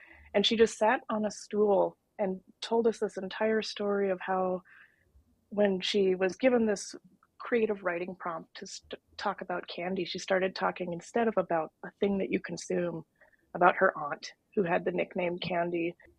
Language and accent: English; North Dakota, United States; also born or lived in New York; it happens to be in my home state of North Dakota, spent the last 8 years in New York